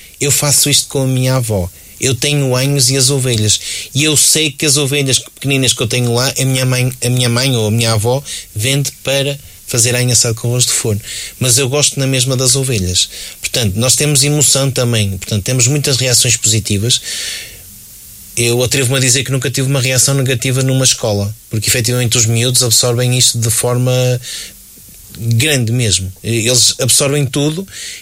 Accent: Norte, Portugal; Nós somos marcoenses, somos baionenses, somos da região de Tâmega e Sousa e temos esta identidade.

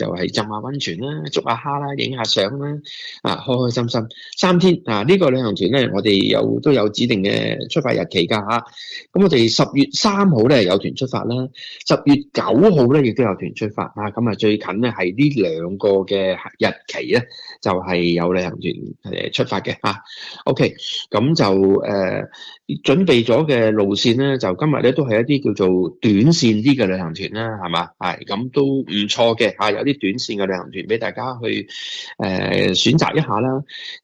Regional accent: China; now in Australia; 睇下我哋中国人华夏历史周围嘅一啲唔同嘅历史文化嘅一啲景点啦

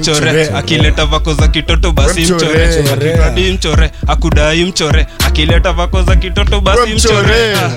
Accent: Nairobi, Kenya; Mimi natokea side za Ungem. Kangemi yani.

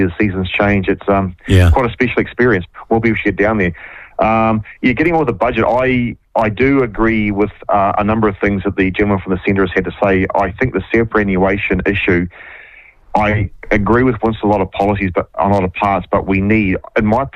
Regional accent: Waikato, New Zealand; moved away; I'm from the Waikato originally

